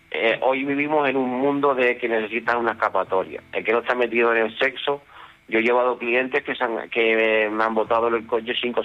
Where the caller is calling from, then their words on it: Tenerife, Canary Islands, Spain; Yo soy aquí de Tenerife y tú sabes que esto es turístico.